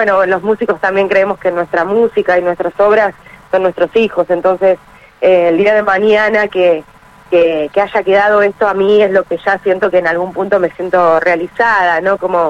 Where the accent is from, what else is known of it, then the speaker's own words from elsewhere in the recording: Buenos Aires, Argentina; Digamos, tengo mi parte rockera que siempre, si así, yo soy porteña, así que bueno, nada, me gusta todo lo que es el rock.